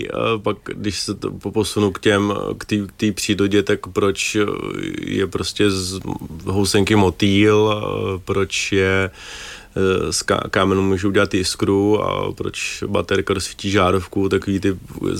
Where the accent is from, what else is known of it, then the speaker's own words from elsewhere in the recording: Ústí nad Labem, Ústí nad Labem Region, Czechia; Já jsem vyrůstal a ještě jsem v Ústí nad Labem.